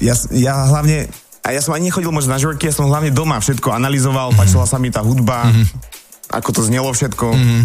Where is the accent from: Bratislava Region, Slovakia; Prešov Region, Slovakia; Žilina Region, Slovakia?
Žilina Region, Slovakia; Ja som z Liptova.